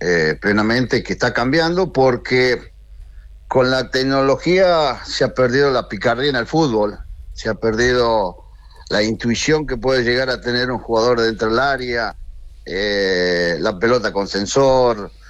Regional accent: Argentina; Como argentino quiero que siga siendo Argentina.

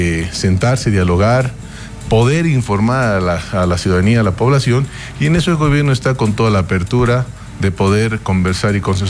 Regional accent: Bolivia; todos estamos, como bolivianos, en la necesidad de salir adelante

